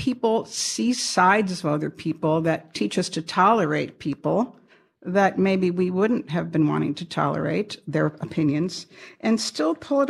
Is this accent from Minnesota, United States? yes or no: no; Chicago, Illinois, United States; moved away as an adult; now in Evanston, United States; I'm from Evanston, Illinois, the last half of my life, but the first half of my life from the south side of Chicago.